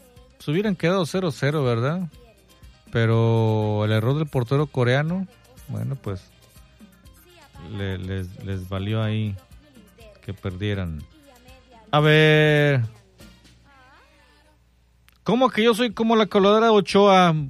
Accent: Mexico; Se supone que somos mexicanos.

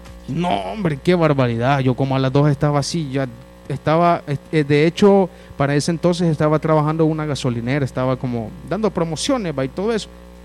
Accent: El Salvador; eso que nosotros como salvadoreños le decimos el mojo

